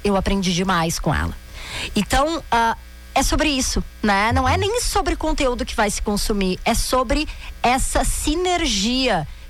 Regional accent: Rio Grande do Sul, Brazil; accent: gaúcho; Eu sou gaúcha, né? Como todos puderam perceber pelo meu sotaque.

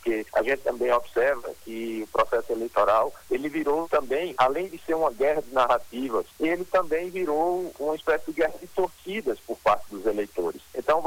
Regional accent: Northeast Region, Brazil; accent: nordestino; você deve ter notado pelo meu sotaque, eu sou nordestino

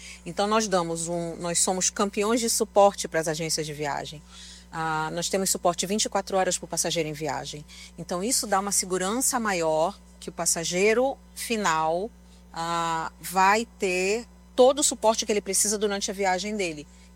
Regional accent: Pará, Brazil; Sou paraense, sou bairrista pra caramba.

